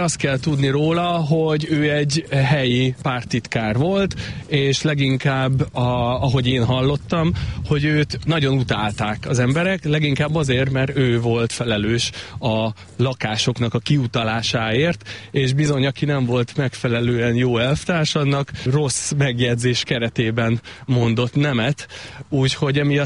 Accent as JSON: {"language": "Hungarian", "region": "Budapest", "country": "Hungary", "tie": "born or raised there", "said": "Csepel, ugye az én szülőföldem"}